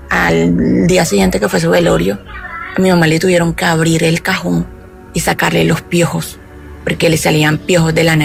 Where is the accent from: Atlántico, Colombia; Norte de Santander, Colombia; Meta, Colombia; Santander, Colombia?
Atlántico, Colombia; Barranquilla; yo desde pequeña, yo soy de Barranquilla.